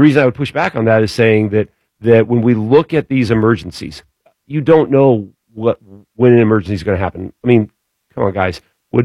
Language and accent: English; Jennings County, Indiana, United States; a small town where I grew up in Jennings County